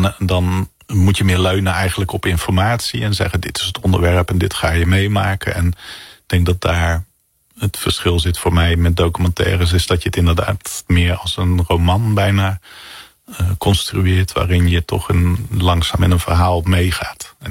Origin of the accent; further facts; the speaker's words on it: North Brabant, Netherlands; Ik kom ook uit Brabant